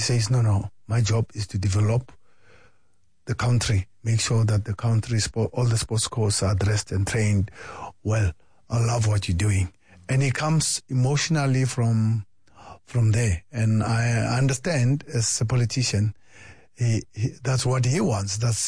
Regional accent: South Africa; I'm South African

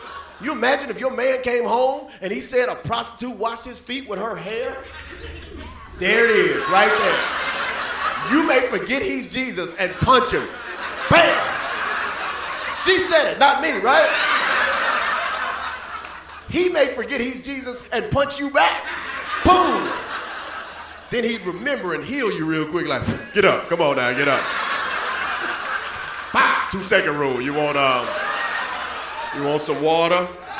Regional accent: the South, United States; I'm from the South, and she's real religious, you know?

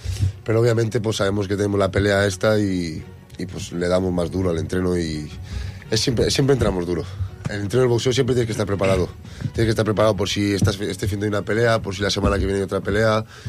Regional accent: Ondara, Valencian Community, Spain; Yo soy de Ondara, vengo de un pueblecito pequeño de ahí, al lado de Denia, y por

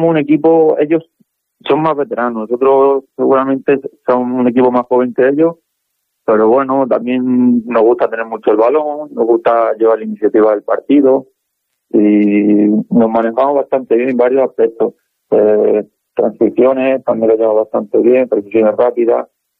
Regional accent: Talayuela, Extremadura, Spain; soy de Talayuela, de siempre, es mi pueblo.

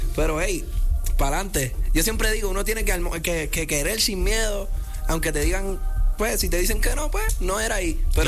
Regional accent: Carolina, Puerto Rico; siempre está ese ADN de boricua y ese flow de que soy de Carolina

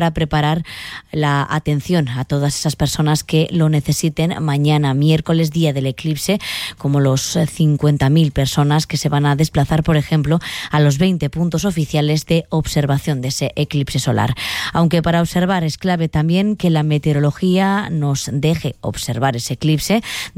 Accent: Navarre, Spain; pero sí somos los navarros y navarras los que más interés hemos mostrado por el eclipse.

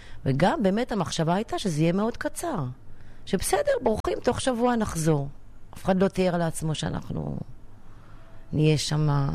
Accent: Yiftah, Northern District, Israel; born there; בכיתה ב' אני פה, גדלתי פה בתור ילדה

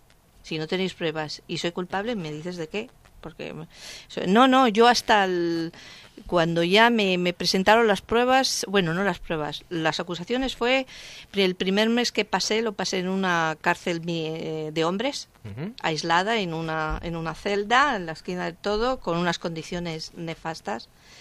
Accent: Spain; que soy española, la más mayor de todas, tenía 63 años.

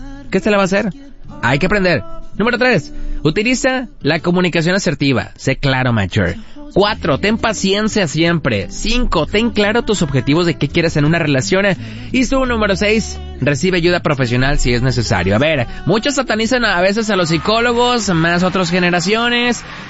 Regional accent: Quilá, Sinaloa, Mexico; Saluditos hasta mi tierra, Quilá, bonito de allá, me encanta.

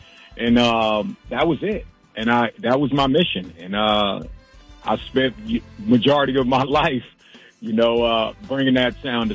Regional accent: New York, United States; I'm a New Yorker

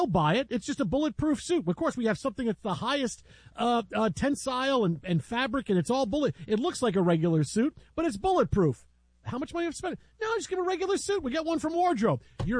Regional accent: New York, United States; people leave home and move back, and I grew up in New York, but I left and I moved back and I left and I moved back.

